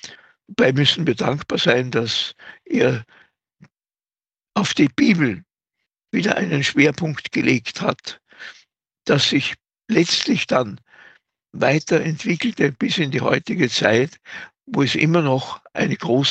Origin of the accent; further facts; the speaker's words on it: Salzburg, Austria; Aber auch bei uns in Österreich, in Salzburg, da haben wir die heiligen Rupert, Virgil und Ehrentrud.